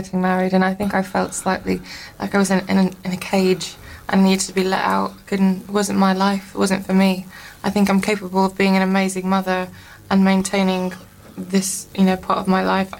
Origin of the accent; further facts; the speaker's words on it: Richmond, United Kingdom; Richmond.